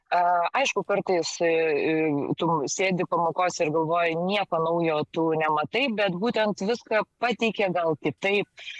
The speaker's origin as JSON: {"language": "Lithuanian", "town": "Vilnius", "region": "Vilnius County", "country": "Lithuania", "moved": "as an adult", "lives_now": "Klaipėda, Lithuania", "said": "aš pati esu Vilnietė iš tikrųjų ir kai išvažiavau gyventi Klaipėdą"}